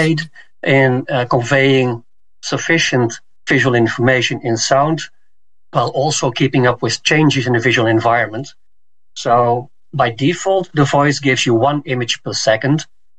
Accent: Netherlands; I'm from the Netherlands

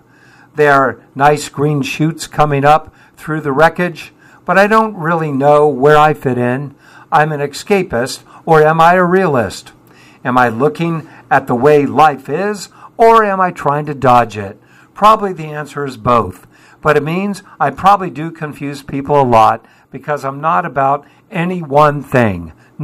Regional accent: England, United Kingdom; now in United States; I am very English, although I may have been rewired now internally as an American.

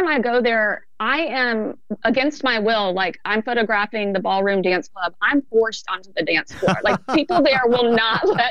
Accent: South Carolina, United States; now in Georgia, United States; And I'm from South Carolina. I live in Georgia. I'm used to lush green. I'm used to brick houses.

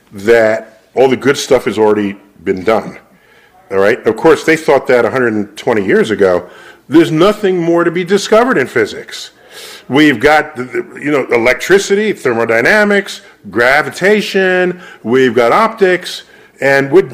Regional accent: New York City, New York, United States; And I grew up in New York City, so it wasn't just on a special trip to the Hayden Planetarium.

